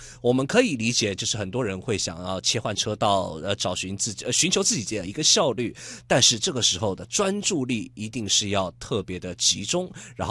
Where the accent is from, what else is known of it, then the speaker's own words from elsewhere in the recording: Kaohsiung, Taiwan; 因为您知道我们高雄人嘛，高雄人过去其实新营服务区并不远